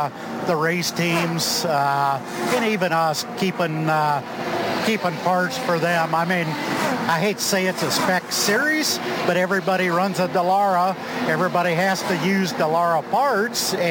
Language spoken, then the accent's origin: English; Wisconsin, United States; I'm from Wisconsin. I came here, Milwaukee, as a kid